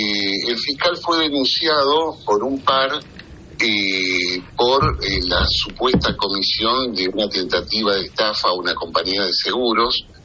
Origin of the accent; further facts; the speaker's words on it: Santa Fe, Argentina; moved away as an adult; now in Rosario, Argentina; yo soy de la zona.